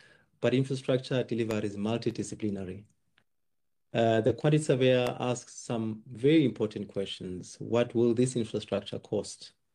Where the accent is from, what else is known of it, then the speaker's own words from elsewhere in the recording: South Africa; as South African citizens